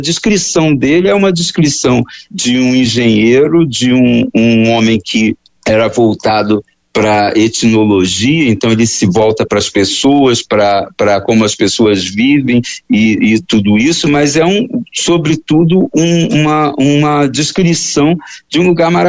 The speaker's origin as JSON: {"language": "Portuguese", "region": "Rio de Janeiro", "country": "Brazil", "said": "Eu sou do Rio de Janeiro, e então, assim, eu tive na minha criação um pouco contato com o Rio São Francisco"}